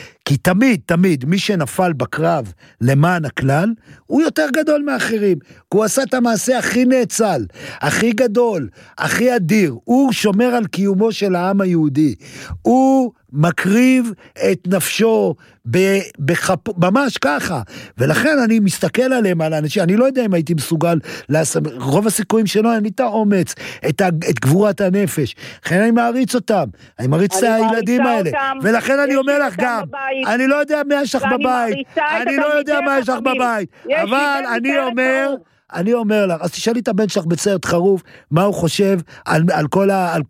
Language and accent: Hebrew; Safed, Northern District, Israel; אני פה 200 שנה בארץ … בירושלים, כאילו, ישוב ישן, פרושים, אני מצפת